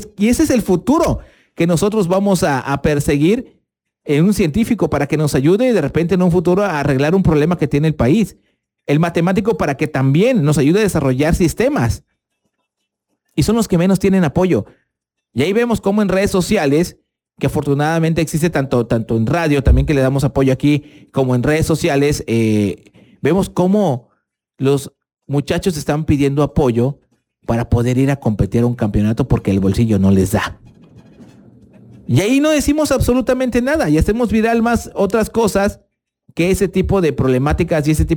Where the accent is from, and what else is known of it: Mexico